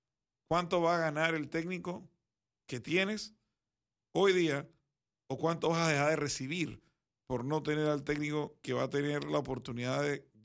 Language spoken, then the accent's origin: Spanish; Panama; Si yo tengo que elegir hoy como panameño